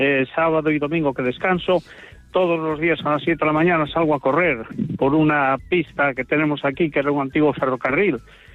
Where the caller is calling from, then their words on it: Oviedo, Asturias, Spain; Les llamo desde Oviedo, aunque ahora, bueno, estoy al lado de Oviedo, unos kilómetros de Oviedo.